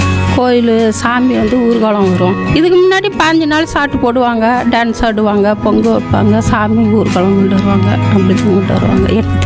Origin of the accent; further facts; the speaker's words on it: Pazhaya Soramangalam, Tamil Nadu, India; நான் வந்து இங்க 52 வருஷமா நான் பிறந்து வளர்ந்து நான் அங்க உள்ள இருக்கிறேன். பெரிய தெருவுல இப்பதான் இங்க வந்து 15 வருஷம் ஆகுது. 5 மாசம் ஆகுது இங்க குடி வந்து.